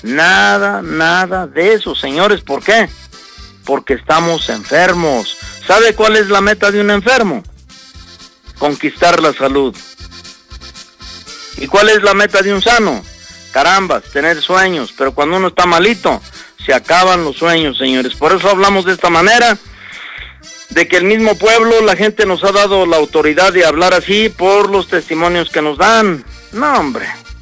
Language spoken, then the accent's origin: Spanish; Mexico; uno como mexicano es muy malicioso